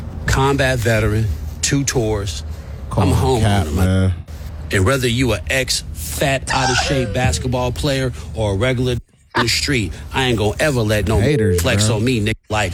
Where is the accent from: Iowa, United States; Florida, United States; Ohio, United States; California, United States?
California, United States; Oakland; Well, motherfucker, I'm from Oakland, California, motherfucking fool you.